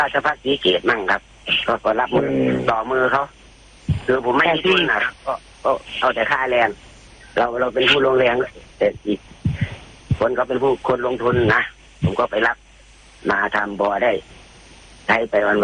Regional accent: Bangkok, Thailand; ผมโตที่กรุงเทพครับผมคนบ้านนอกก็จริงแต่ผมไปเรียนตัดเย็บนี่ผมไปโตที่สามย่านครับ

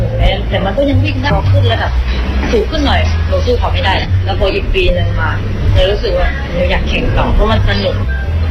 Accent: Trang, Thailand; also born or lived in Surat Thani; หนูเกิดที่นี่แต่ไปโตอยู่ที่สุราษฎร์ตอนตั้งแต่อนุบาลจนถึงป.4ค่ะหนูอยู่สุราษฎร์เพราะว่าพ่อแม่ไปทำงานที่โน

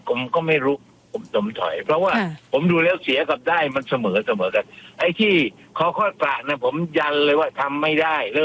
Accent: Southern Thailand, Thailand; ผมเนี่ยเป็นคนใต้คนตะลง

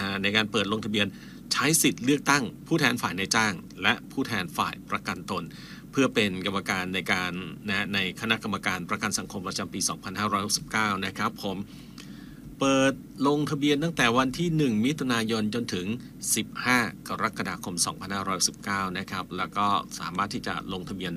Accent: Udon Thani, Thailand; also born or lived in Buriram; now in Chanthaburi, Thailand; จากเราตัวเองเนี่ยอยู่บุรีรัมย์แล้วอยู่อีสานอยู่อุดรบ้านเกิดอุดรเหมือนกับว่าจะได้มาอยู่ที่จันทบุรีสุดท้ายได้มาอยู่จริง

